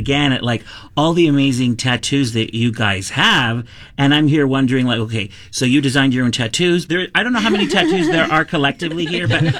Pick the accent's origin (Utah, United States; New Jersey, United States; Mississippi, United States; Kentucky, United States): Utah, United States; Salt Lake City; I grew up in Salt Lake.